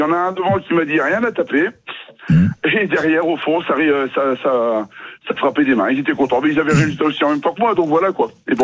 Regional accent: Paris, Île-de-France, France; je suis parisien.

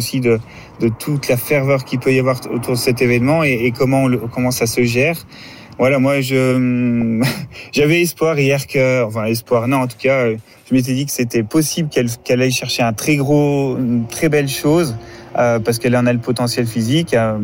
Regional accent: France; En tant que Français, je mettrais bien une pièce sur Pauline Ferrand-Prévot

